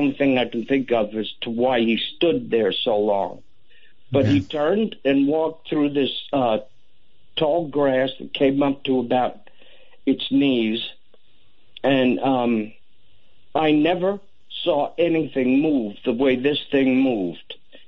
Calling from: Norman, Oklahoma, United States

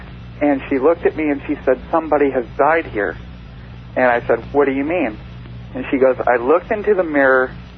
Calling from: Seattle, Washington, United States; I'm calling from Seattle, KVI.

